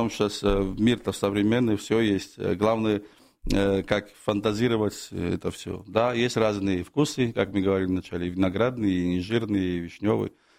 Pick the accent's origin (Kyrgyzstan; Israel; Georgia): Georgia; now in Moscow, Russia; я представитель прекрасной Грузии, я из Грузии, я давно в России, в Москве, в целости, в этом городе